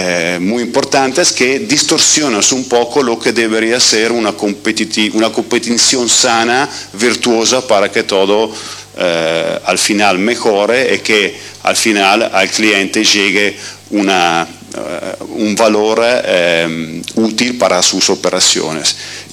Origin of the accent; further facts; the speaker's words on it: Italy; Spanish is a second language; moved away; Yo llego de Italia, soy italiano